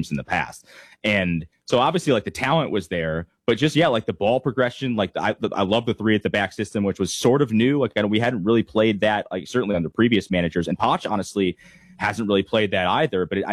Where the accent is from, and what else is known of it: Connecticut, United States; born or raised there